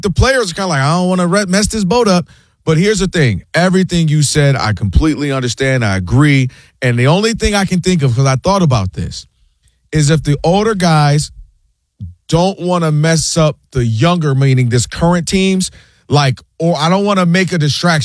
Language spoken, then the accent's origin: English; Michigan, United States; I grew up outside of Detroit